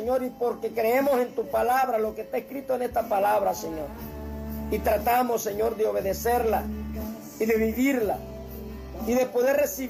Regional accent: Amapala, Valle, Honduras; born there; now in Puerto Cortés, Honduras; ya que nosotros somos nacidos en Amapala, pero en realidad hemos vivido bastante tiempo ahí en Cortés.

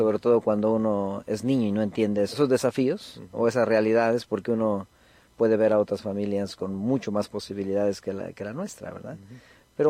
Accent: Mexico City, Mexico; born there; Bueno, yo soy mexicano, vengo de una familia grande, nací en la Ciudad de México.

